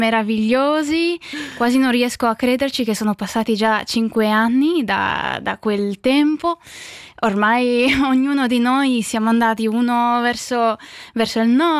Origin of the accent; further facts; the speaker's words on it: Lugano, Ticino, Switzerland; E io ho vissuto a Lugano da tutta la mia vita e quindi anche andare ai concerti dell'Orchestra della Svizzera Italiana è stato molto presente.